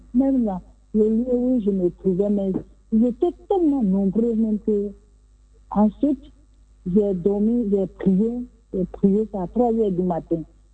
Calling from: Kumasi, Ashanti, Ghana

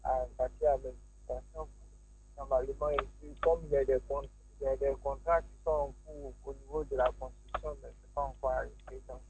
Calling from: Abidjan, Côte d’Ivoire

